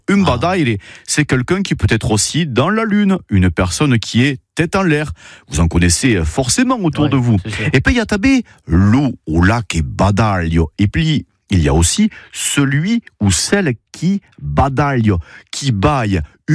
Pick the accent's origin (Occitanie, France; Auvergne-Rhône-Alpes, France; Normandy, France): Occitanie, France; Chez nous, en Occitanie, bader signifie regarder, être bouche bée.